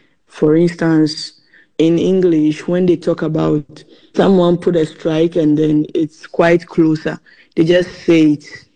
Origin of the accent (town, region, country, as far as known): Ghana